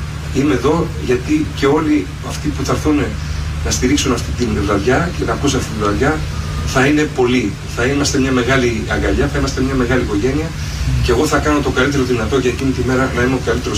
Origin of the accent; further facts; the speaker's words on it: Thessaloniki, Central Macedonia, Greece; Είμαι από τη Θεσσαλονίκη, είμαι Μακεδόνας, είναι μεγάλη μου χαρά, είναι μεγάλη μου τιμή που είμαι Μακεδόνας. Το φωνάζω από την πρώτη στιγμή ότι κατάγομαι από εδώ.